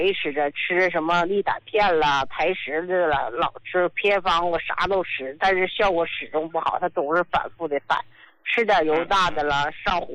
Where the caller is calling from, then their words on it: Heilongjiang, China; 胡老师，我是黑龙江的。我用咱们这个胡家老高现在已经用了8个多月了。